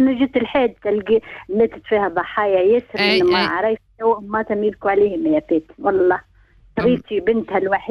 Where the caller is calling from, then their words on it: Oum El Araies, Gafsa Governorate, Tunisia; من معرايس.